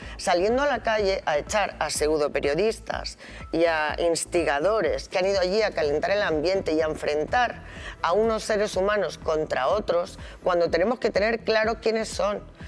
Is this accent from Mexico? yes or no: no; Spain; nuestra responsabilidad como ciudadanos europeos, españoles, pero europeos